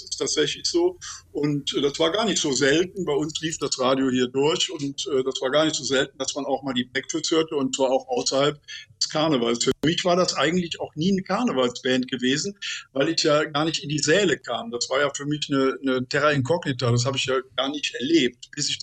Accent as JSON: {"language": "German", "town": "Cologne", "region": "North Rhine-Westphalia", "country": "Germany", "said": "wie kann ich mit Kölnern und wie kann ich mit mir als Kölner leben?"}